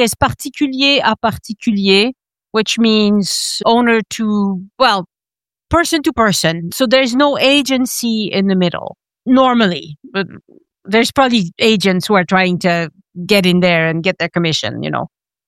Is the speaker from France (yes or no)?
yes; France; I was born and raised in France. So if I don't tell them that I also have an American passport